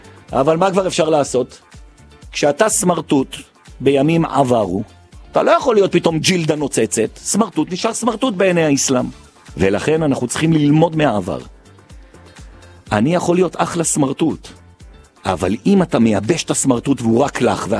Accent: Jerusalem, Jerusalem District, Israel; אני ירושלמי ואני אוהב לדחוף ירושלמים.

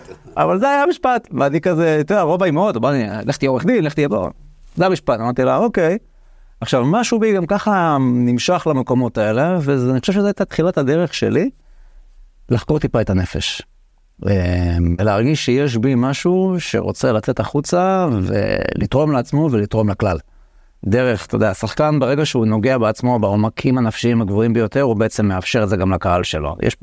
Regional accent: Hadera, Haifa District, Israel; גדלתי בחדרה.

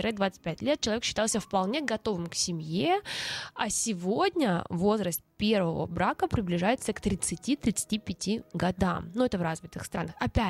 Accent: Russia; moved away; я из России

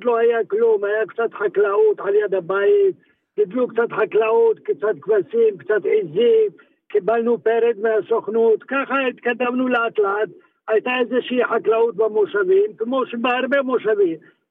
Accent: Yokneam, Northern District, Israel; born there; also born or lived in Sanaa, Yemen (born) / Tzemach ma'abara

